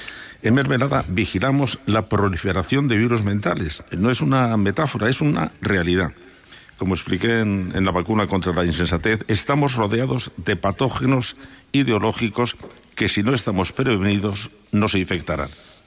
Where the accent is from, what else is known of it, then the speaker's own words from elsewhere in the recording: Toledo, Castilla-La Mancha, Spain; la Escuela de Traductores de Toledo, que es mi tierra.